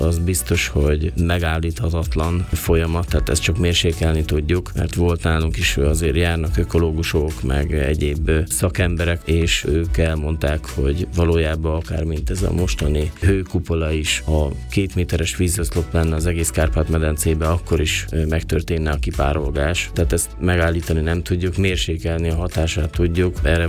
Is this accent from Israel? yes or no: no; Homokhátság, Hungary; ugyanis én tényleg ott nőttem fel kint a tanyán, gyakorlatilag csak aludni jártunk haza, mint az igazi tanyasi emberek.